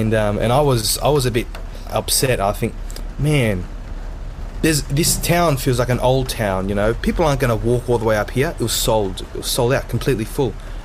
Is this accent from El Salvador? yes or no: no; Australia; I'm from Australia